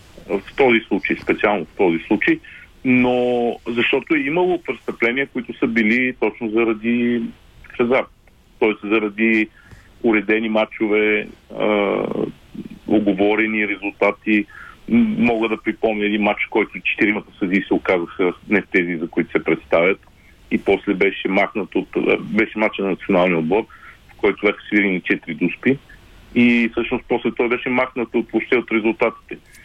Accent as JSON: {"language": "Bulgarian", "town": "Plovdiv", "region": "Plovdiv Province", "country": "Bulgaria", "tie": "born or raised there", "moved": "yes", "said": "въпреки че съм от Пловдив, да, рождение и възпитание, излязах от града през 83-та година"}